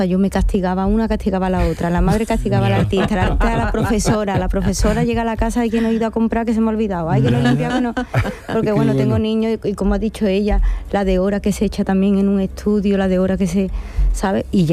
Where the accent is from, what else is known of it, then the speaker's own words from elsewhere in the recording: Seville, Andalusia, Spain; Y no se puede hacer en Bienal de Sevilla, me da mucha pena porque es mi tierra. Tengo 49 años